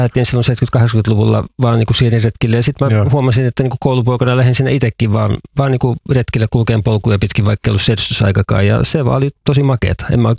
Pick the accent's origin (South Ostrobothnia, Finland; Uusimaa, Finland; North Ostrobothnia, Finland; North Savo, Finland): Uusimaa, Finland; Vantaa; now in Kainuu, Finland; Mä oon siis Vantaalta kotosin, vaikka asun nykyään Kainuussa.